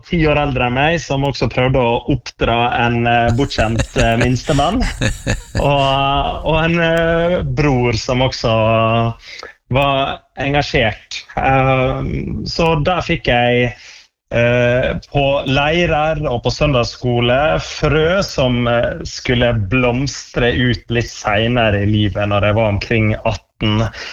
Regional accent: Valderøya, Møre og Romsdal, Norway; Jeg vokste opp på Valderøya, ja, der var det bedehus og kirka

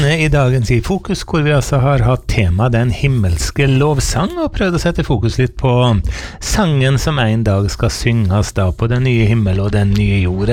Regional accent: Møre og Romsdal, Norway; både på Nordmøre der jeg vokste opp

